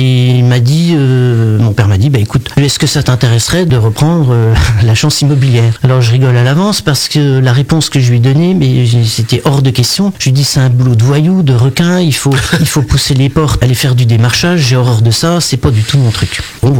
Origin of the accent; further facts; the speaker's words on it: Corbigny, Bourgogne-Franche-Comté, France; Je suis originaire de Corbigny à la base